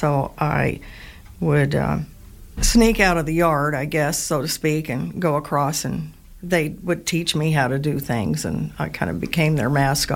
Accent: Washington, United States; moved away; also born or lived in Phoenix, Arizona; I actually grew up in Washington, north of here

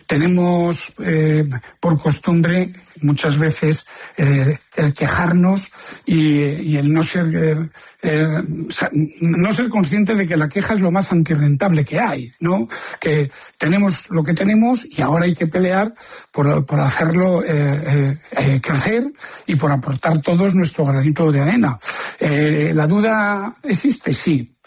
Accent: Aragon, Spain; born there; hay que ser muy muy agradecido a la tierra que te ha visto nacer y que entre todos tenemos que hacer un Aragón, ¿no?, más grande

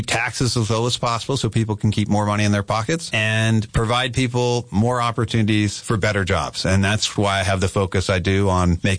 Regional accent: Tucson, Arizona, United States; now in Phoenix, United States; I have a lot of family who live in rural areas. I grew up in Tucson. I live in Phoenix now.

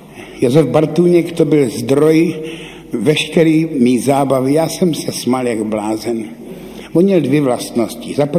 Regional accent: Ivančice, South Moravian Region, Czechia; U nás v Ivančících se nic takového nevyskytovalo.

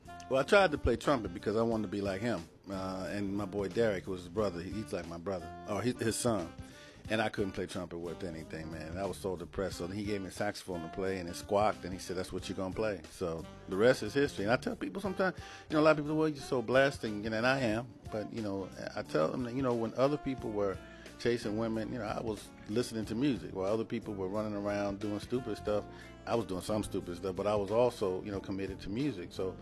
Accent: El Centro, California, United States; Growing up in El Centro, California, it's a rural town, and the primary music there was Latin music or music from Mexico, Colombia, you know, mariachi music.

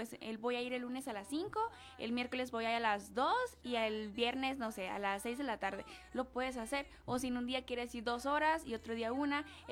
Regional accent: Culiacán, Sinaloa, Mexico; Y a nosotros nos pasó muchísimo cuando llegamos de Culiacán, pues como que de repente no le entendemos muy bien el acento, o viceversa, no sabían qué decíamos nosotros y sigue siendo español.

